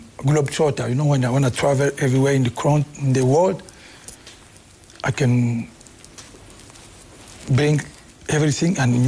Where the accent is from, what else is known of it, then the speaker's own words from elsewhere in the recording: Kinshasa, DR Congo; English is a second language; I never grew up I never speak Swahili when I grew up in Kinshasa. I speak just Lingala, a little bit French.